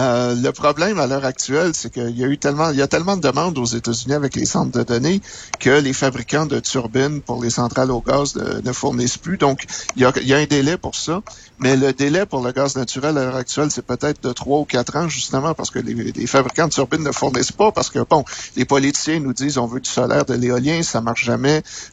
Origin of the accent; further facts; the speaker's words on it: Quebec, Canada; Il y a toujours le mythe d'Hydro-Québec, ça nous définit en tant que Québécois.